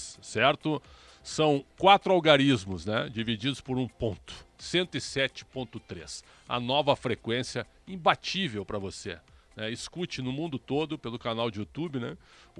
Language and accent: Portuguese; Porto Alegre, Rio Grande do Sul, Brazil; Eu sou gaúcho, mas eu torço pra pessoas como o Cristiano, mas...